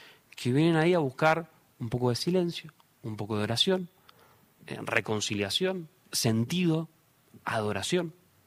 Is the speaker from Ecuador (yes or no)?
no; Argentina; creo que Messi, como un argentino común que nos representa